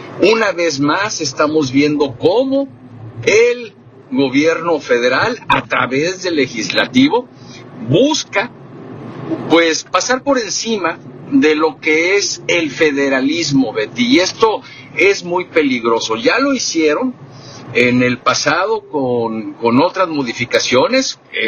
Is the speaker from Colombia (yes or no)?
no; Mexico